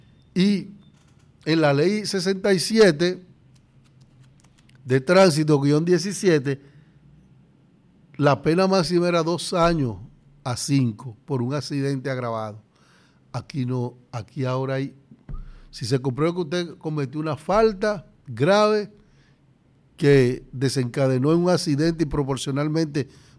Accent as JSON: {"language": "Spanish", "town": "Baní", "region": "Peravia", "country": "Dominican Republic", "tie": "born or raised there", "said": "Lo que crecimos en Baní, yo no nací en Baní, pero crecimos en Baní, andando las calles para arriba y para abajo"}